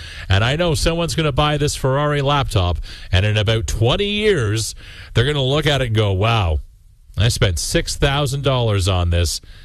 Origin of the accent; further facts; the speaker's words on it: Smiths Falls, Ontario, Canada; moved away; They still live in the home I grew up in Smiths Falls, which is just outside of Ottawa.